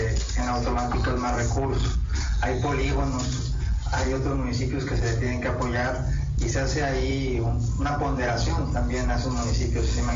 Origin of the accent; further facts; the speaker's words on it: Reynosa, Tamaulipas, Mexico; yo soy de Reynosa